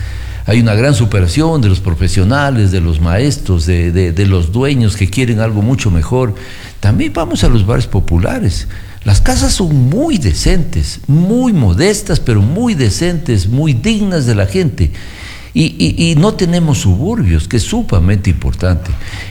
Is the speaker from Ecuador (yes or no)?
yes; Loja, Ecuador; moved away as an adult; siempre le puse mucha fe a mi tierra, es nuestra tierra, que la queremos desde chiquitos, como se dice. Nos vio crecer, nos pudimos la suerte de educarnos, salir afuera, volver y afincarnos aquí